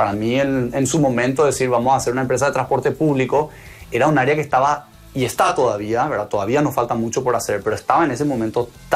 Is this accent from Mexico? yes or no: no; Paraguay; born there; de los que nacimos fuera de pobreza en Paraguay